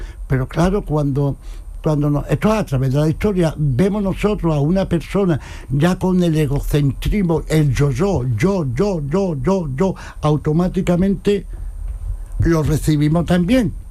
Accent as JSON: {"language": "Spanish", "town": "Jerez de la Frontera", "region": "Andalusia", "country": "Spain", "said": "Yo soy de Jerez, de Nativati, ¿no?"}